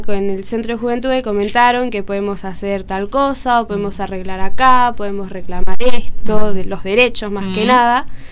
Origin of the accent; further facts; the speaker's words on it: Vicente López, Buenos Aires Province, Argentina; yo tengo 14 años, bien. Vengo de Bicentenario, nací acá en Vicente López.